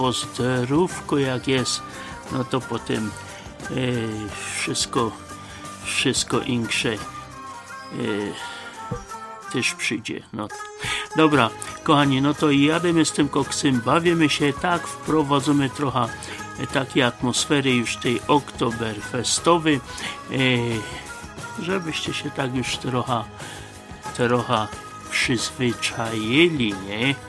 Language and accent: Polish; Silesian Voivodeship, Poland; tutaj u nas na Górnym Śląsku.